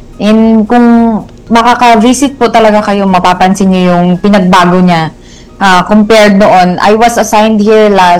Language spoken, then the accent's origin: Tagalog; Batangas, Calabarzon, Philippines; moved away as an adult; now in Bangsamoro, Philippines; And I am from Batangas.